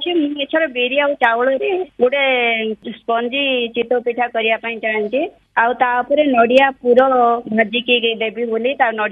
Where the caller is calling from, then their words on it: Jeypore, Odisha, India; ମୁଁ ଜୟପୁରରୁ କହୁଛି